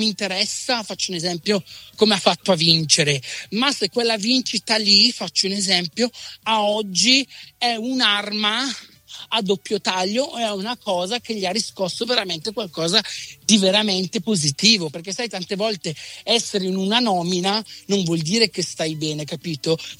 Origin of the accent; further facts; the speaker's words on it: Naples, Campania, Italy; io proprio napoletano, cucciolo, cioè se io vedo un gatto nero, amore, io aspetto un'altra macchina.